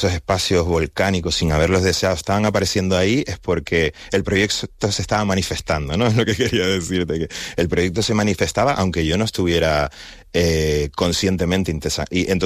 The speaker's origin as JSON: {"language": "Spanish", "region": "Canary Islands", "country": "Spain", "tie": "born or raised there", "said": "dónde estoy yo en Canarias, dónde está Canarias para mí, quién soy yo como Canaria y cómo ese primer paisaje que vi cuando era niño me marcó de por vida"}